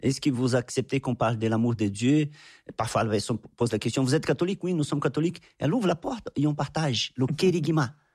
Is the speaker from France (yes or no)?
no; Anápolis, Goiás, Brazil; j'ai retourné chez moi à Goiás, à Anápolis.